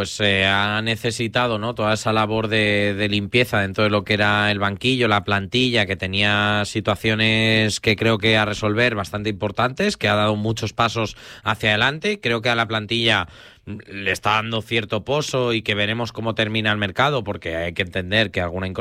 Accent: Torralba de Calatrava, Castilla-La Mancha, Spain; Mi recuerdo es yo estar en mi pueblo, Torralba de Calatrava, ir a Calasari, que estaba la tienda al final de la calle.

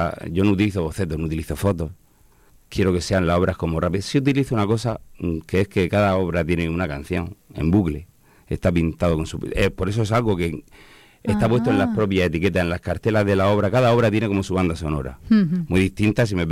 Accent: Molina de Segura, Region of Murcia, Spain; al final de mi tierra, de aquí son todo, mi familia

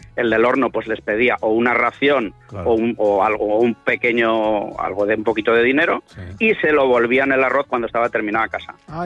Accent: Valencia, Valencian Community, Spain; A ver, Jorge, soy de Valencia.

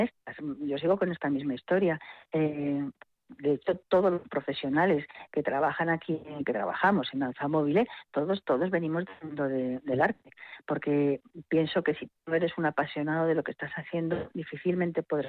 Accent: Madrid, Community of Madrid, Spain; moved away; yo era bailarina ahí en Madrid, porque soy de Madrid

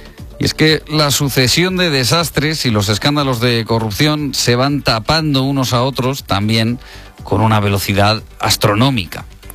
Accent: Vegas de Matute, Castile and León, Spain; Este incendio de Navas de San Antonio ha mantenido en vela durante esta madrugada a mi pueblo, a Vegas de Matu

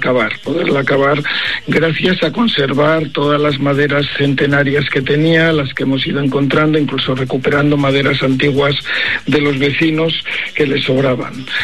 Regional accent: Castile, Spain; Yo soy castellano y siempre he trabajado entre Palencia y Soria, en tierra de campos

